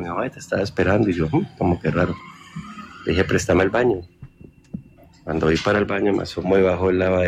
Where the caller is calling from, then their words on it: Cali, Valle del Cauca, Colombia; yo vivo en Cali, y hace unos 20 años, yo tengo 41